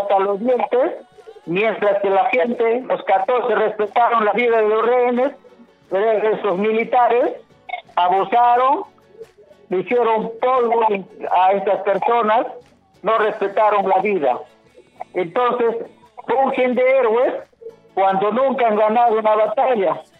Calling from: Chimbote, Ancash, Peru; Les hablo desde Chimbote

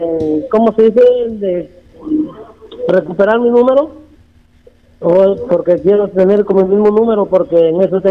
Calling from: Olmos, Lambayeque, Peru; yo ya he vivido muchos años de vida ya, y viendo mi pueblo de Olmos con sus 453 aniversarios siempre en el olvido.

